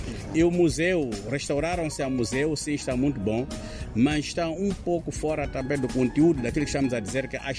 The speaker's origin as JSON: {"language": "Portuguese", "country": "Germany", "tie": "born or raised there", "said": "porque também eu cresci na Alemanha, okay. Fui formado na Alemanha"}